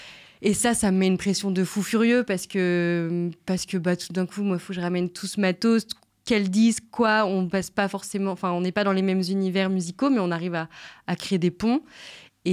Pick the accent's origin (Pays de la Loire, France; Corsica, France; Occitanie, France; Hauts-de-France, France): Pays de la Loire, France; moved away as an adult; now in Clermont-Ferrand, France; je viens d'à côté de Nantes, j'ai grandi là-bas.